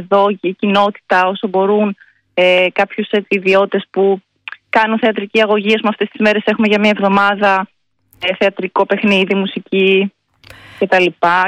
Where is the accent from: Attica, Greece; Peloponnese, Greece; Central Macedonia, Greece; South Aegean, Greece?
Central Macedonia, Greece; Karperi; now in Irakleia, Greece; Εγώ είμαι από Σέρες, Καρπερί Σερών, από ένα χωριό πάνω, Βόρεια Ελλάδα.